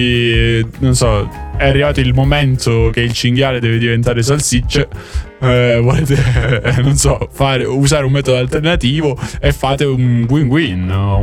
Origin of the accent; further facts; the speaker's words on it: Rome, Lazio, Italy; E io sono di Roma